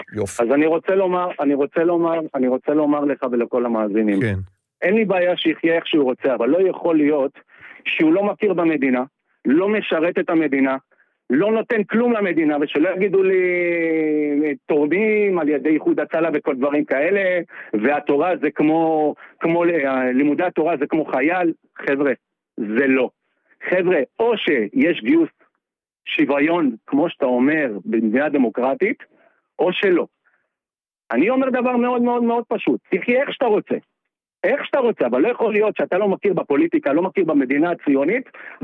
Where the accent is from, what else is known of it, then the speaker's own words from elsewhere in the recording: Ashdod, Southern District, Israel; אני נולדתי פה, שירתי פה, ההורים שלי, אבא שלי ממרוקו, אמא מאלג'יר, אזרחות צרפתית, כל החיים שלי פה.